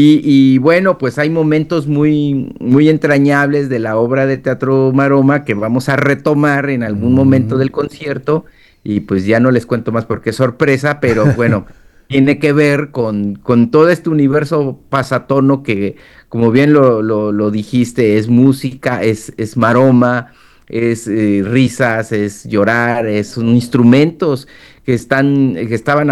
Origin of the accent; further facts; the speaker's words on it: Tezoatlán de Segura y Luna, Oaxaca, Mexico; en la tradición de mi pueblo, por ejemplo, en la Mixteca, en Tezoatlán de Segura y Luna, Oaxaca